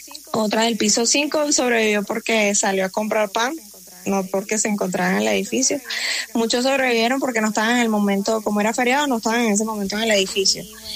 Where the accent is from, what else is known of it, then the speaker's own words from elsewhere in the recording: Caracas, Capital District, Venezuela; born there; also born or lived in La Guaira; Yo soy de Caracas, nací en la clínica Loira.